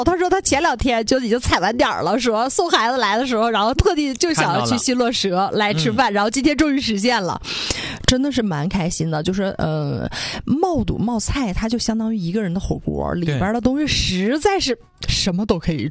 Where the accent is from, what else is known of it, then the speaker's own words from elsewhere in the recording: Northeast China, China; 作为东北人